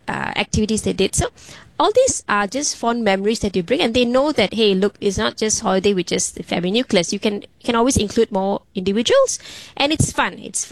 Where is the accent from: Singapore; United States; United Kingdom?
Singapore; I mean, as a Singaporean, right? You have your own identity, and of course, being an Indian Singaporean, what are the different cultures that we have?